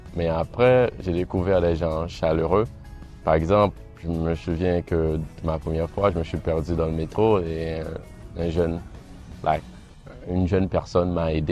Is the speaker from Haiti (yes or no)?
yes; Haiti; moved away as an adult; now in Shanghai, China; Je vis ici à Shanghai depuis 4 ans et j'étudie le droit international ici en Chine. Actuellement, je suis le président du comité des Haïtiens ici en Chine